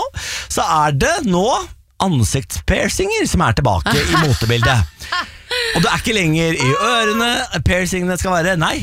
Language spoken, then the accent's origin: Norwegian; Moss, Østfold, Norway; born there; Jeg er fra Moss. Det er jo piercingens hjemby.